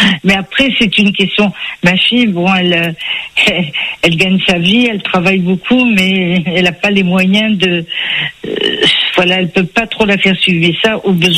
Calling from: Saint-Raphaël, Provence-Alpes-Côte d'Azur, France; Moi, je suis je suis à Saint-Raphaël.

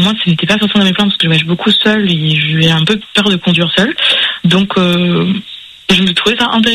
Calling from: Toulouse, Occitanie, France; Moi, j'ai 22 ans et actuellement, j'habite sur Toulouse.

